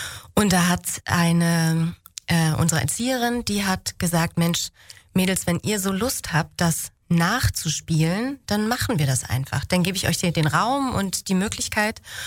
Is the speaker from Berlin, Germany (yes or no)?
yes; Spandau, Berlin, Germany; erst im Studium, als ich in Potsdam studiert habe und ich dann gesagt habe, dass ich aus Spandau komme